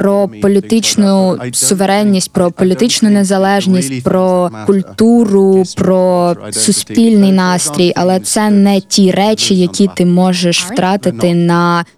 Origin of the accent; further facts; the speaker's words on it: United Kingdom; Ukrainian is a second language; moved away as an adult; now in United States; Я маю дуже багато любові саме до Британії, бо я зростав у цьому контексті, і дуже багато речей ставалося саме у цьому контексті. Я ідентифікую себе більше з Британією, але зараз я живу в Сполучених Штатах, тому що там моя дружина.